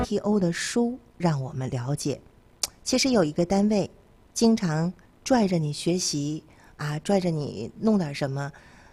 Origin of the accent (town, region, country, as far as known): Northeast China, China